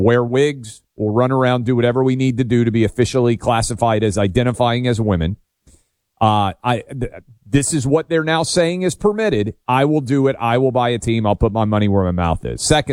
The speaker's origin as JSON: {"language": "English", "town": "Nashville", "region": "Tennessee", "country": "United States", "tie": "born or raised there", "said": "I will bring them to my hometown where I do this show from, Nashville, Tennessee"}